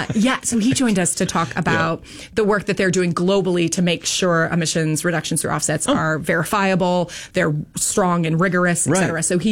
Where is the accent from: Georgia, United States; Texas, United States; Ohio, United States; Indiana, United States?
Indiana, United States; moved away; I grew up in Indiana